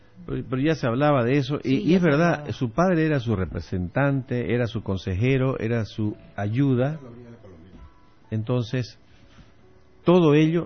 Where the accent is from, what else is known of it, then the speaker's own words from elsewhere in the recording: Santa Cruz, Bolivia; somos dejados los cambas.